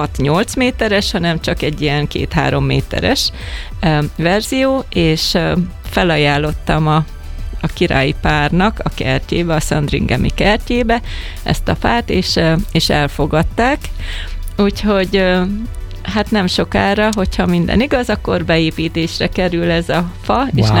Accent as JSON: {"language": "Hungarian", "country": "Hungary", "said": "megosztottam velük, hogy magyar vagyok, büszkén, és beszélgettünk a magyar borokról"}